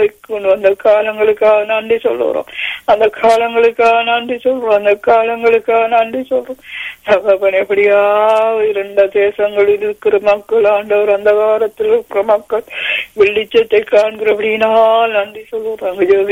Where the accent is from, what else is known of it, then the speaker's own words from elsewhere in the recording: Sri Lanka; now in Canada; இலங்கை தேசத்துக்காக வேண்டிக் கொள்றோம். நாங்கள் பிறந்து வளர்ந்த தேசம்